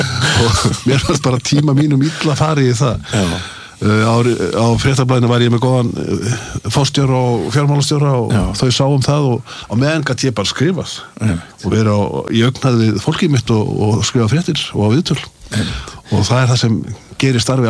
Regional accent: Akureyri, Northeast Region, Iceland; En sko að alast upp á Akureyri á þessum tíma í öllum þessum snjóalögum var alveg gríðalegt ævintýri.

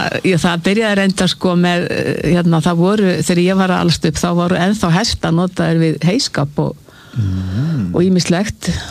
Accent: Hvalfjörður, Western Region, Iceland; born there; Já, ég sem sagt fæðist á Kúldalsá í Hvalfirði.

